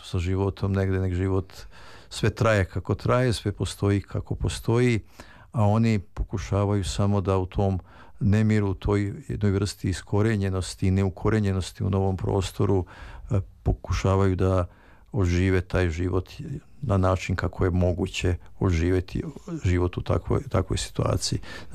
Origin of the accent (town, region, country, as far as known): Vojvodina, Serbia; born or raised there